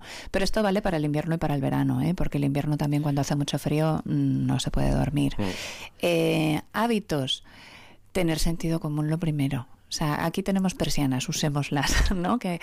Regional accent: Galicia, Spain; Mira que yo soy gallega y los gallegos somos un poco tremendistas

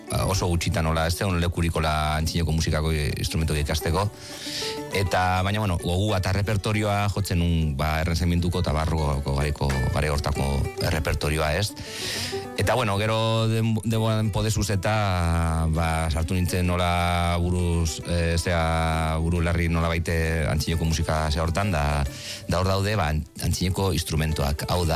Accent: Bilbao, Basque Country, Spain; Bilbotarra naiz peto-petoa la peñakoa

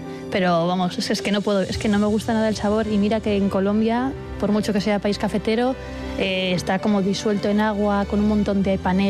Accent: San Sebastián, Basque Country, Spain; also born or lived in Leioa / Bilbao; yo soy de Donosti, entonces la primera vez que salía de casa durante 4 años

